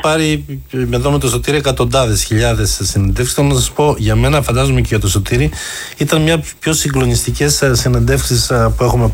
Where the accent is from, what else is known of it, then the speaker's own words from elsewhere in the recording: Kalamata, Peloponnese, Greece; απαράδεικτα είναι τα 20 ευρώ διόδια πληρώνω για να πάω στο χωριό μου στην Καλαμάτα.